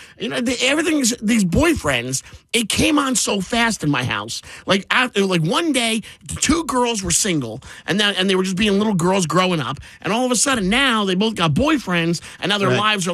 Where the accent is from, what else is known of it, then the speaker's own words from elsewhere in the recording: New Jersey, United States; born there; I was born in St. Barnabas. That's where I was born.